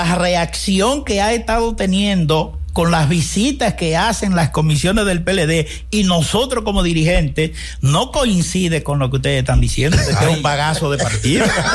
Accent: Dominican Republic; Esas son nuestras necesidades como población dominicana.

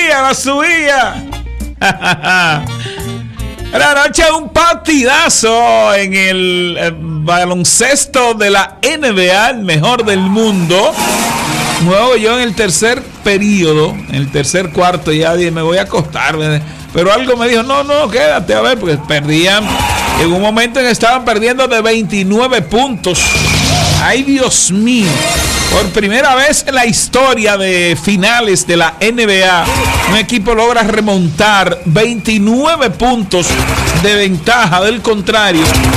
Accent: Jánico, Santiago, Dominican Republic; Y lo goza el licenciado Eugenio, otro de mi tierra, en sintonía allá.

